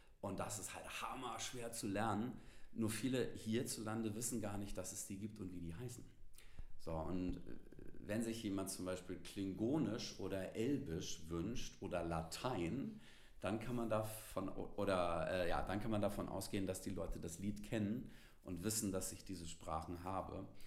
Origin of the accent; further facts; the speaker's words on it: Northern Germany, Germany; als Norddeutscher